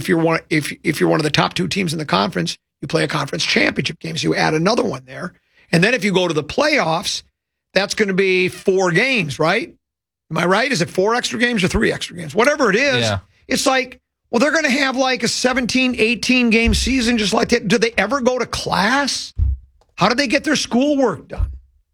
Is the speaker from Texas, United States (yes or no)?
no; Detroit, Michigan, United States; You know, I was born in Detroit. You know, we learned to count Detroit.